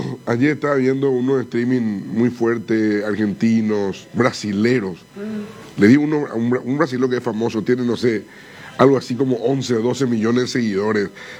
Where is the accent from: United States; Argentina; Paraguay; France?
Paraguay; éramos 4, 5, 6 paraguayos.